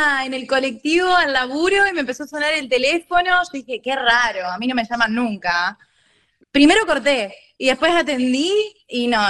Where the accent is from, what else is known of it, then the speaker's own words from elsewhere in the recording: Santa Fe, Argentina; nosotros somos, bueno, de Santa Fe Capital.